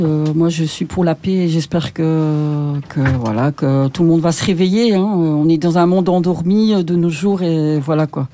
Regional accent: France; Je suis française

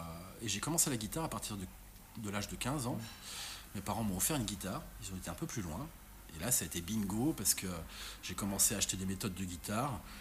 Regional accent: Chartres, Centre-Val de Loire, France; moved away as an adult; also born or lived in Saint-Germain-en-Laye, France; now in Belgium; je suis né en France, désolé. À Saint-Germain-en-Laye exactement, mais j'ai grandi du côté de Chartres

